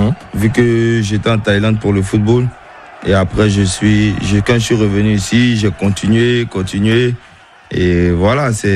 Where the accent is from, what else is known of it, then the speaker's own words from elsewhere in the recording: Abidjan, Côte d’Ivoire; En vrai, parce que moi, j'ai grandi à Cocody, au Val d'Ouen 2, qui est un quartier bien tranquille.